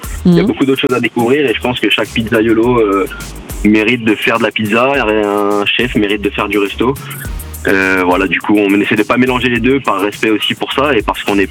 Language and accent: French; Lyon, Auvergne-Rhône-Alpes, France; Je suis de Lyon moi.